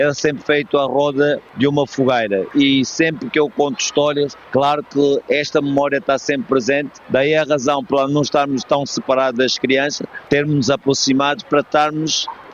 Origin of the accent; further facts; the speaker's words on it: Angola; Eu venho de Angola